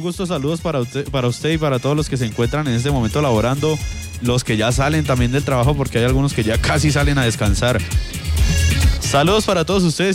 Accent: Boyacá, Colombia; Somos colombianos, somos compatriotas y somos boyacenses que somos echados para adelante y somos de los que nos gusta apoyar.

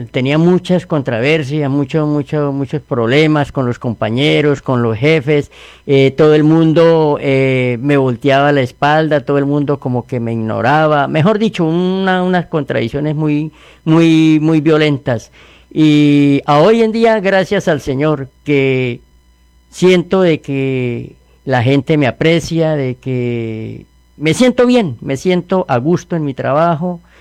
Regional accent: Yopal, Casanare, Colombia; De Yacá y Yopal.

